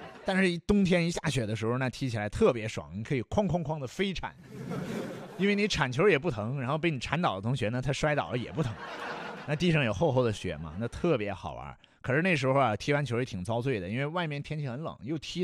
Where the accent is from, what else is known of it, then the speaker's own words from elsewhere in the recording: Northeast China, China; moved away as an adult; now in Hunan, China; 我在东北长大，但是现在我已经是湖南人了，在湖南的年头，我看看，哎呦，是不是都已经超过在东北的年头了？